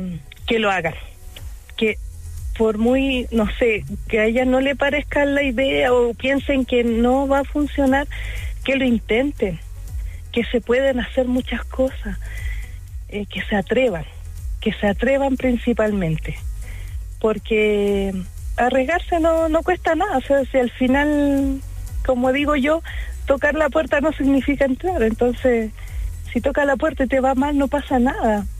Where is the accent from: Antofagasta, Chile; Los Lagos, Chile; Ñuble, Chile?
Antofagasta, Chile; Calama; nosotros somos de Calama